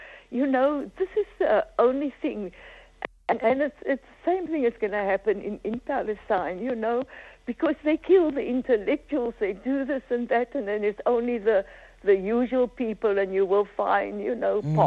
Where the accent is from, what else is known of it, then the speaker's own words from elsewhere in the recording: Western Cape, South Africa; where I grew up in Eastfield